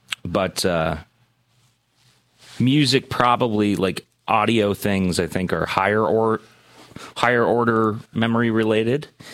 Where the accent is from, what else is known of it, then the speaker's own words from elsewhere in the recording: Montana, United States; I grew up in Southwest Montana with Dave as my father and Tina as my mother.